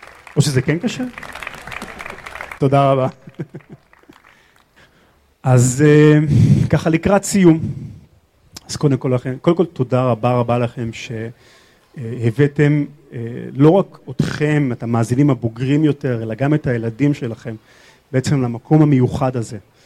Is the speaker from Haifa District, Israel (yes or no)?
yes; Hadera, Haifa District, Israel; אז אני הכרתי אותו כילד בשם טכנודה, אני הסתובבתי פה מאות פעמים בתור ילד. זה חלק מנוף ילדותי.